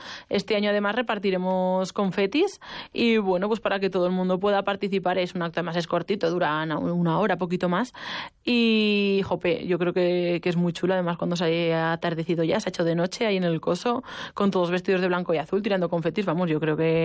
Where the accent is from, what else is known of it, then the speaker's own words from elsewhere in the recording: Barbastro, Aragon, Spain; yo que soy una persona de Barbastro de toda la vida